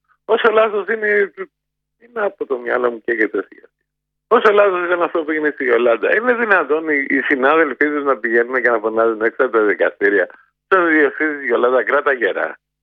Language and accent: Greek; Nikaia, Attica, Greece; born there; Εγώ γεννήθηκα στην Κογκινιά από εργάτε.